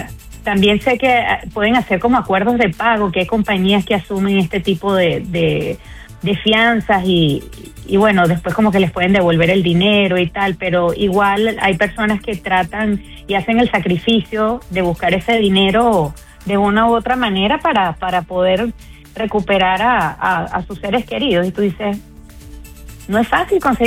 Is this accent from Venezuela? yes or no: yes; Venezuela; ya como periodista, como venezolana